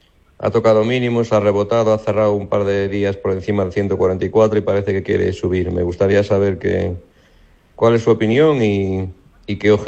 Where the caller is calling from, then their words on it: A Coruña, Galicia, Spain; llamo de Coruña